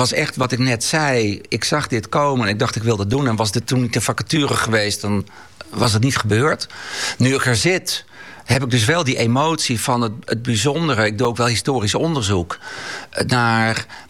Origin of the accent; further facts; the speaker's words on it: Sneek, Friesland, Netherlands; also born or lived in Workum; now in Leeuwarden, Netherlands; Ik kom natuurlijk oorspronkelijk uit Sneek. Geboren in Workum, opgegroeid in Sneek.